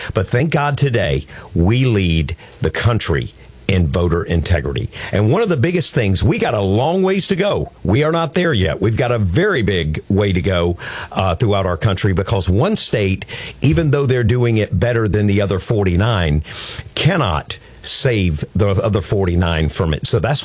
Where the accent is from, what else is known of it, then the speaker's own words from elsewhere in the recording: Georgia, United States; Georgia, where I'm from, my home state of Georgia, we certainly saw fraud in that state in 2020.